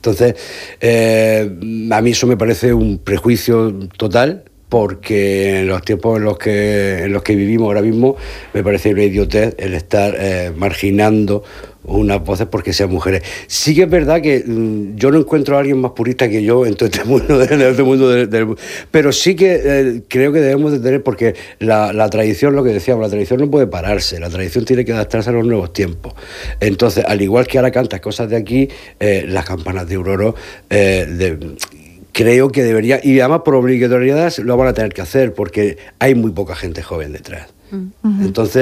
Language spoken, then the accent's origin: Spanish; Region of Murcia, Spain; Eso siendo murciano es un pecado mortal. O sea, fuera de Murcia.